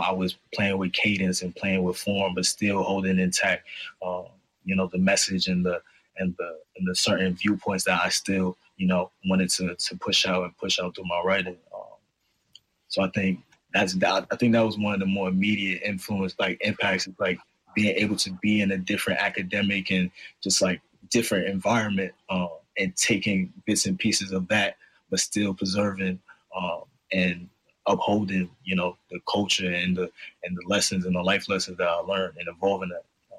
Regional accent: Harlem, New York, United States; born or raised there; also born or lived in Massachusetts

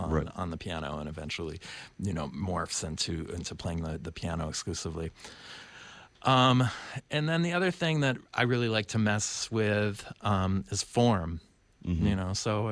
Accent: United States; I'm an American Jew

